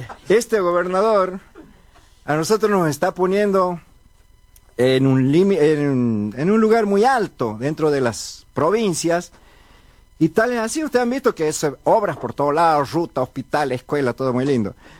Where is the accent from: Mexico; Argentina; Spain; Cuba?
Argentina; moved away; ayer hemos estado en Cejolón, mi pueblito, después de tantos años he vuelto a mi pago.